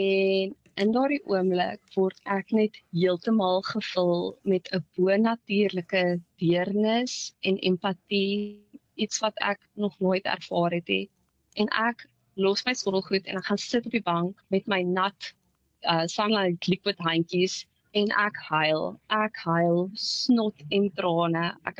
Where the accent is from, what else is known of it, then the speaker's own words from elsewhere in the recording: Kakamas, Northern Cape, South Africa; now in George, South Africa; ek is van die platteland. Ek het groot geword in Kakamas. En nou plek in George met my heel beste maat, wat ook my man is. Ons het onlangs in 'n kothuis ingetrek.